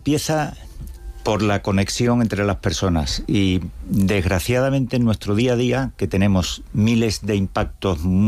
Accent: Seville, Andalusia, Spain; also born or lived in Cantabria; Bueno, yo, mi acento me denuncia y he vivido toda mi vida en Sevilla, pero nací en Cantabria, y porque he veraneado siempre en Cantabria.

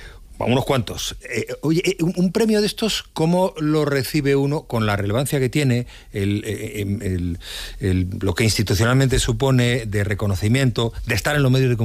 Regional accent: Asturias, Spain; moved away; a los que provenimos de esa zona de Asturias.

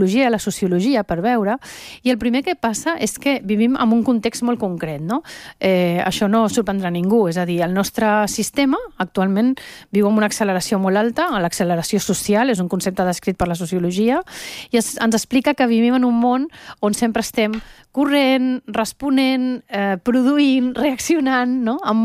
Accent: Venezuela; accent: Venezuelan; now in Barcelona, Spain; Perquè jo quan vaig arribar de Venezuela, vaig venir directe de Venezuela aquí a Barcelona, parlava un català amb accent venezolà, perquè la meva mare sempre ens ha parlat català a casa, des de ben petits

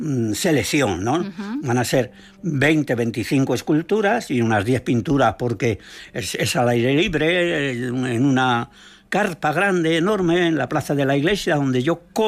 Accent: Madrid, Community of Madrid, Spain; No, yo cuando venía aquí era madrileño.

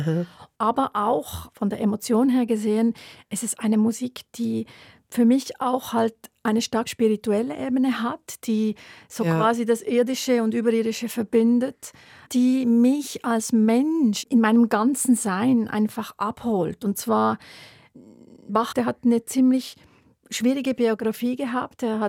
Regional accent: Switzerland; Bei uns als Schweizerin, genau.

